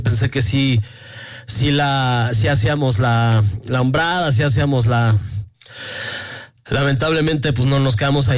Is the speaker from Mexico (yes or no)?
yes; Mexico; los mexicanos somos el país más chingón del mundo